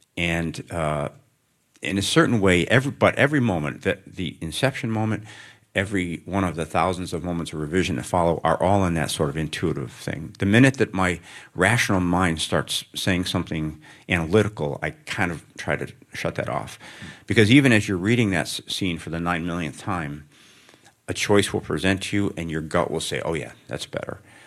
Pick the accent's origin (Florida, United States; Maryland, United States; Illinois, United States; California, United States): Illinois, United States; Chicago; I grew up in Chicago on the South Side and in the late 60s and 70s, and looking back, in that community, one of the ways you expressed love was by sarcasm.